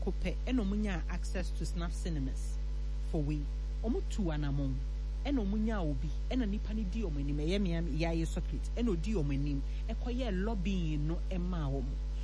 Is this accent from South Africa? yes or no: no; Ghana; I am just being a Ghanaian and I'm just sharing my thoughts.